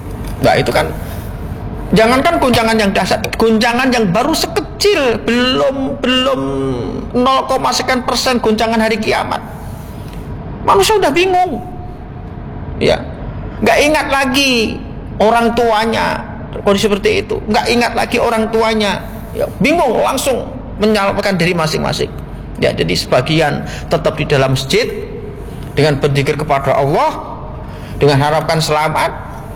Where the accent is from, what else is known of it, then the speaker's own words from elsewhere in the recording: Klaten, Central Java, Indonesia; Saya ini dari Klaten yang masuk wilayah Solo. Yang mana yang kita ini kami, kampung kami ini sangat dekat dengan Gunung Merapi